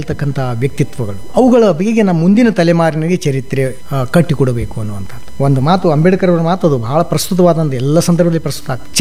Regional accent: Sindagi, Karnataka, India; first language Kannada; ನಮ್ಮ ಬಿಜಾಪುರ ಜಿಲ್ಲೆ ಸಿಂದಗಿ

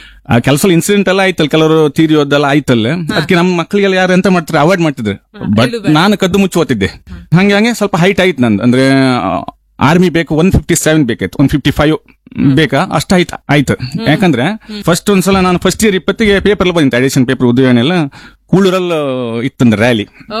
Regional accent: Koteshwara, Karnataka, India; born there; now in Basrur, India; ಮೊದಲು ಹುಟ್ಟಿದ್ದು ಕೋಟೇಶ್ವರ

